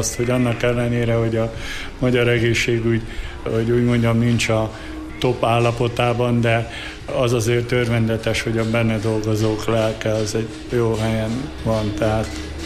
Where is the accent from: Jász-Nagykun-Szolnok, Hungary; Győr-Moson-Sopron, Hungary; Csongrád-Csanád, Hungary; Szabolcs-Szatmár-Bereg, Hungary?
Szabolcs-Szatmár-Bereg, Hungary; Kisléta; now in Debrecen, Hungary; én egy szabolcsi faluból származom, Kislétáról, aminek közös lelkésze van Kálósemjén meg Nyírbogát között